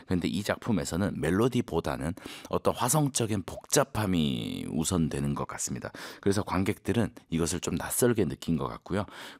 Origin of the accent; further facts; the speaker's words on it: South Korea; 우리는 한국인으로서